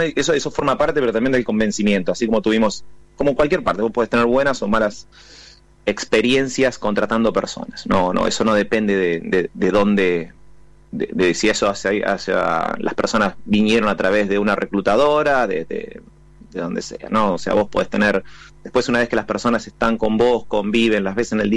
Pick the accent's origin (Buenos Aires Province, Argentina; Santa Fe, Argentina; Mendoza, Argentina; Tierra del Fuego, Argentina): Buenos Aires Province, Argentina; Coronel Suárez; now in Buenos Aires, Argentina; yo no soy de acá de Buenos Aires, soy del interior, de cerca de Sierra La Ventana, de Coronel Suárez. Entonces, venir a Capital, una ciudad mucho más grande, también era un panorama diferente para mí.